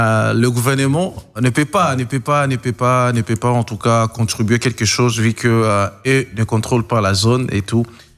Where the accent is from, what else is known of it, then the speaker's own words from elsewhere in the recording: Goma, North Kivu, DR Congo; chez nous à Goma